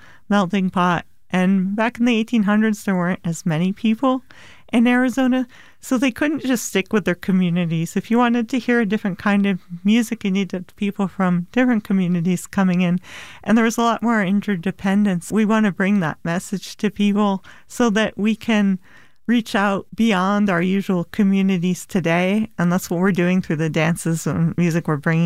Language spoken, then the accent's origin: English; Ireland; I'm proud of that as an Irish person.